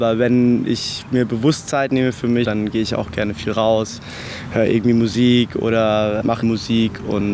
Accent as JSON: {"language": "German", "town": "Heidelberg", "region": "Baden-Württemberg", "country": "Germany", "tie": "born or raised there", "also_born_or_lived": "Tübingen", "moved": "as an adult", "lives_now": "Cologne, Germany", "said": "Ich bin in Heidelberg groß geworden, habe in Tübingen studiert"}